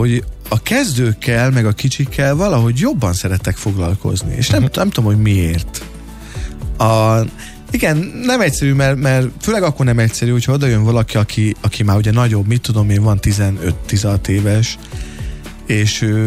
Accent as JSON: {"language": "Hungarian", "town": "Kunszentmiklós", "region": "Bács-Kiskun", "country": "Hungary", "said": "Azt tudni kell, hogy én Kunszentmiklósi vagyok eredetileg. Kunszentmiklósi … egyébként, ugye mi Kunszentmiklósra valók vagyunk."}